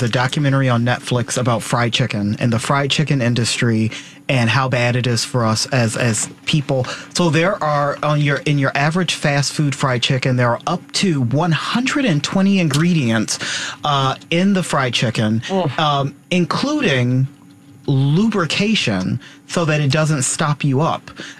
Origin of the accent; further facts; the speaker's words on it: Arkansas, United States; moved away; I'm an Arkansas boy, so growing up in the South is a totally different experience.